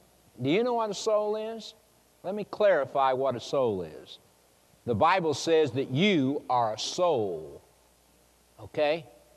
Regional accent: Oklahoma, United States; I grew up in Oklahoma. The western part of Oklahoma has huge, huge wheat fields.

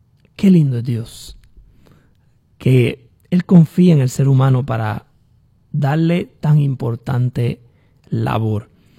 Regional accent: Puerto Rico; Yo soy nacido y criado en Puerto Rico.

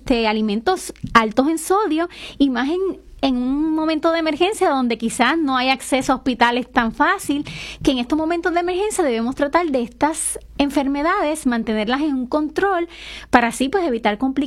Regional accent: Puerto Rico; nosotros como puertorriqueños sabemos que nuestros alimentos precederos más comunes, que son las latas de salchicha

